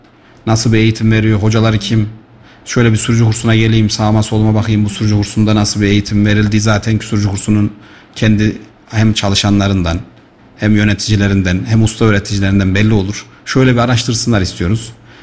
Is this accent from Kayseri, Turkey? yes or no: yes; Kayseri, Turkey; mesela biz Kayserliyiz. Pazarlığı seviyoruz, fiyatı seviyoruz, ucuz olmasını istiyoruz.